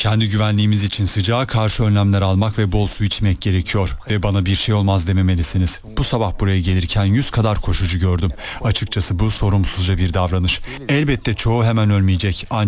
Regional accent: Canada; moved away; memleketim Kanada'da klimamız var.

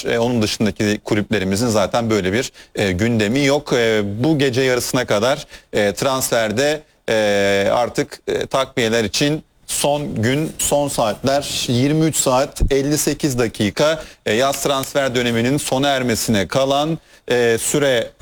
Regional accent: Kars, Turkey; Memleketim Kars'a da buradan selamlar

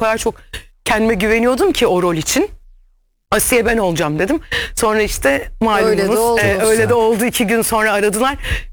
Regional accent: Trabzon, Turkey; Hani bambaşka yani hani Karadeniz canım memleketim yani o kadar seviyorum ki.

